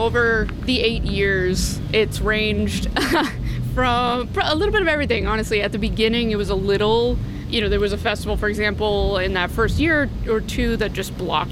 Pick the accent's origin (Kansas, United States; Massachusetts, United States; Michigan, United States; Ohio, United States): Massachusetts, United States; You know, I'm from Massachusetts, so it was sort of a natural thing.